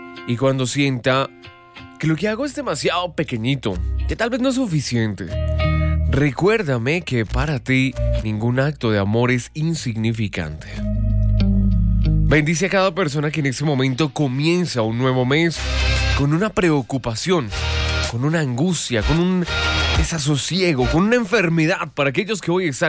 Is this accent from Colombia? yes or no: yes; Colombia; Como buen colombiano, hay que levantarse, sacudirse un poco el polvo.